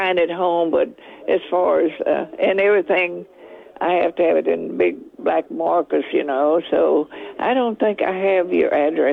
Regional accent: Schulenburg, Texas, United States; also born or lived in Freiburg, Texas; From Schulenburg. I was born out in Freiburg, Texas. That's out in the country. And we didn't have a car until I was about 9 years old.

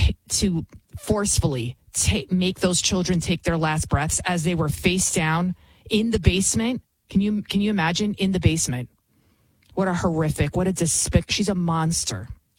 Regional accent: New York City, New York, United States; now in about 25 miles outside New York City, United States; You can tell I'm from the Bronx, right?

